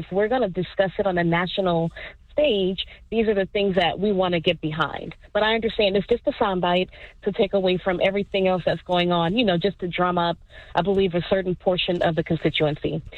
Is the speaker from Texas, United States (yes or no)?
yes; Houston, Texas, United States; now in Fort Lauderdale, United States; I'm originally from Houston